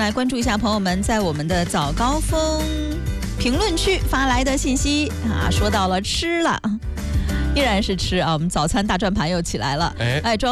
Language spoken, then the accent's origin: Chinese; Shijiazhuang, Hebei, China; 我确实是石家庄人